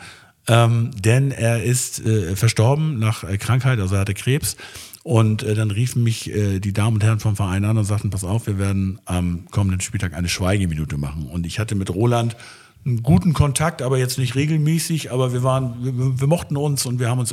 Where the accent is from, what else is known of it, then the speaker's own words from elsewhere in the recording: Schleswig, Schleswig-Holstein, Germany; born there; ich komme ja aus Schleswig, bin geborener Schleswiger